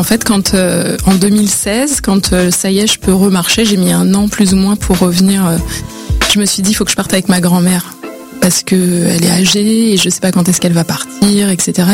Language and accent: French; La Courneuve, Île-de-France, France; Je viens de la Courneuve, mais aujourd'hui, je suis à Marseille, à Sydney, à Québec, au Québec.